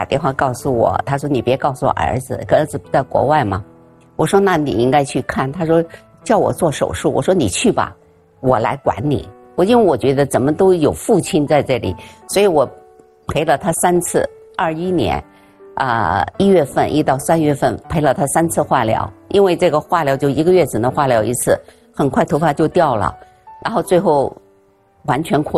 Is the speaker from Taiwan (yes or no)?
no; Beijing, China; born there; also born or lived in Shaoxing, Zhejiang; 因为我父母是三岁把我带到北京来，其实我的老家是浙江绍兴的